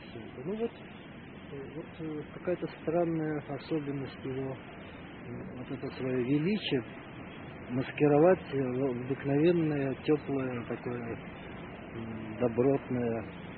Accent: Moscow, Russia; я старый москвич

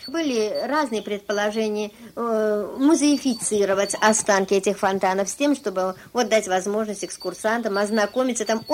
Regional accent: Saint Petersburg, Russia; Я родилась в Ленинградке, родная ленинградка, и очень люблю свой город.

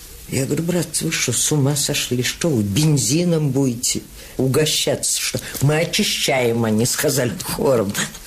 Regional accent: Siberia, Russia; moved away; поскольку я сибирячка.

